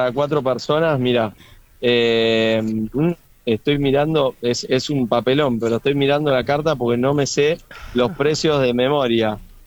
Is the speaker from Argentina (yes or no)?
yes; Argentina; also born or lived in Switzerland; Soy argentino